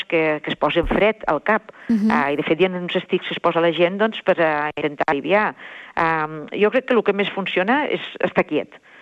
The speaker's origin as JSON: {"language": "Catalan", "town": "Tortosa", "region": "Catalonia", "country": "Spain", "moved": "yes"}